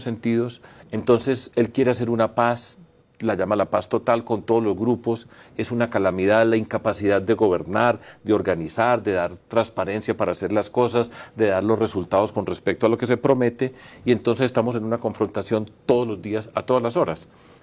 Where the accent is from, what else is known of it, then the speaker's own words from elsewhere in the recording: Colombia; para mí como colombiano y como protagonista de la vida política, muy peligroso lo que está pasando en nuestro país